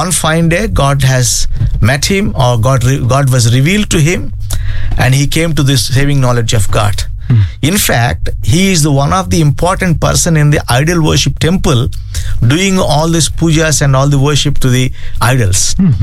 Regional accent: India; I come from India

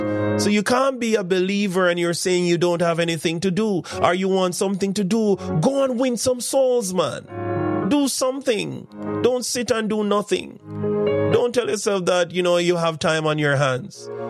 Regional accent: Jamaica; moved away; I grew up on St. John's Road

